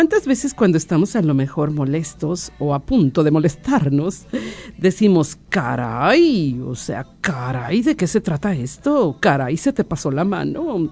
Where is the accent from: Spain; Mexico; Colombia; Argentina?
Mexico